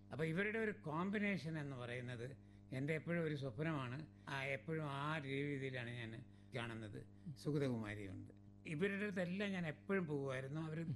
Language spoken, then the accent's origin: Malayalam; Kerala, India; first language Tamil; തമിഴ് കുടുംബത്തിൽ ജനിച്ച ഞാൻ മലയാളിയായി വളർന്നതും